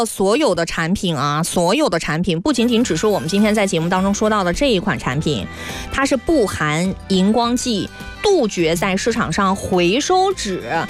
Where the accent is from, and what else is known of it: Guangdong, China